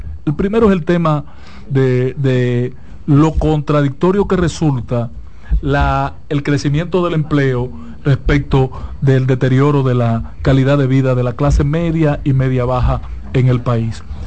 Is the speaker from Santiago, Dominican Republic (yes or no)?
yes; Santiago de los Caballeros, Santiago, Dominican Republic; also born or lived in Barahona, Dominican Republic; Pero me formé y crecí en Santiago.